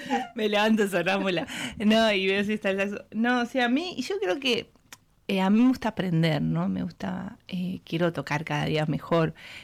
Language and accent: Spanish; Tartagal, Salta, Argentina; En Salta. Yo crecí en Tartagal, en una ciudad muy pequeña en el norte, un pueblo en el norte de Salta